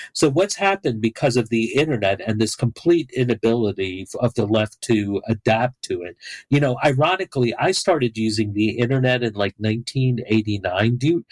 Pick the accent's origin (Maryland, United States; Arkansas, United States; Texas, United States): Maryland, United States; I grew up outside of Baltimore